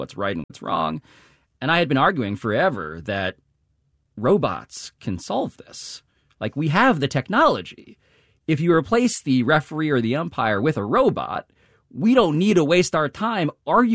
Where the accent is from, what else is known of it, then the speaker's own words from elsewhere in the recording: Philippines; I just sort of represented this new young person who was vaguely Asian, but also Mexican. I'm Filipino.